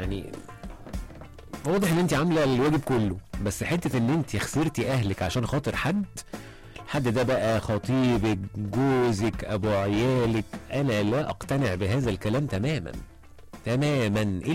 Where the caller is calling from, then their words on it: Alexandria, Alexandria Governorate, Egypt; من اسكندريه.